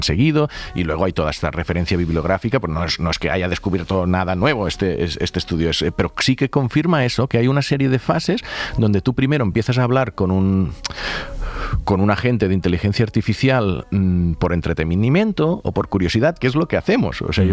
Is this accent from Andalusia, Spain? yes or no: no; Catalonia, Spain; Pues algunas cosas, mira que soy del Delta del Ebre, allí mosquitos, sí.